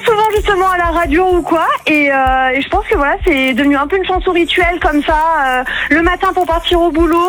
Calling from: Bourg-en-Bresse, Auvergne-Rhône-Alpes, France; je suis de Bourg-en-Bresse.

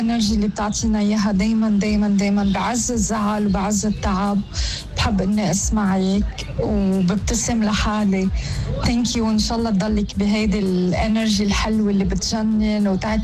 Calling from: Switzerland; من سويسرا

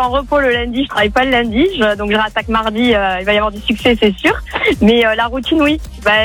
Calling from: Saint-Martin-de-Crau, Provence-Alpes-Côte d'Azur, France; J'habite à Saint-Martin-de-Croix, je suis à côté de Arles. On est entre la Camargue et les Alpilles.

